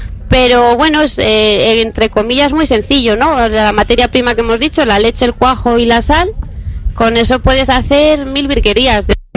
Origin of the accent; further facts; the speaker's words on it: Canicosa de la Sierra, Castile and León, Spain; moved away as an adult; also born or lived in France (Pyrenees); Bueno, especial para mí, que soy de allí. Y además, y bueno, volver al pueblo después de 12 años por ahí dando vueltas